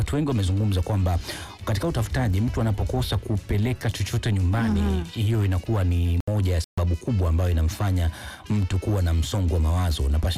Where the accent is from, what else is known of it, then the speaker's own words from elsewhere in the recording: Zanzibar, Tanzania; mimi kwetu ni Unguja